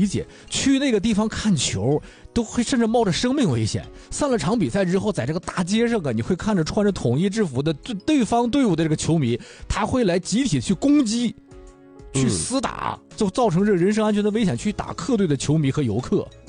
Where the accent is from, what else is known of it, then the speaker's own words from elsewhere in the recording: China; 我们是一个国家的，我们都是中国人，甚至我们是一个省、一个市的，